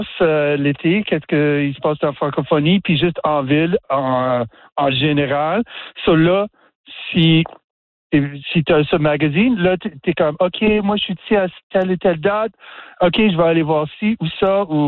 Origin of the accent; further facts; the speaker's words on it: Ontario, Canada; also born or lived in Quebec / Maritimes; now in Newfoundland, Canada; moi, je viens de l'Ontario, mm-hmm. passé beaucoup de temps au Québec, au Maritime